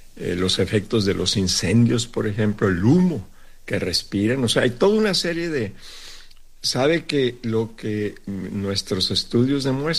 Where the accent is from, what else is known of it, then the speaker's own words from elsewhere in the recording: Sinaloa, Mexico; pues en los dichos de Yo Soy de Sinaloa, le puedo decir que usamos lo de aguanta vara